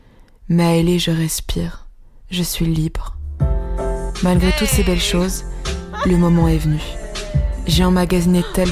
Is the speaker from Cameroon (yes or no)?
yes; Cameroon; now in Los Angeles, United States; Chez moi, au Cameroun. Ça faisait 10 ans que j'étais plus venue.